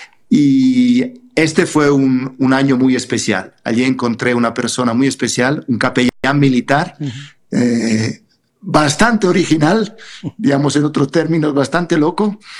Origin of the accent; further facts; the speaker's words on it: Bergamo, Lombardy, Italy; Spanish is a second language; moved away; yo soy italiano, vengo de la provincia de la diócesis de Bérgamo, conocida por ser la diócesis del Papa Juan XXIII, y es una diócesis que históricamente ha sido siempre muy, muy misionera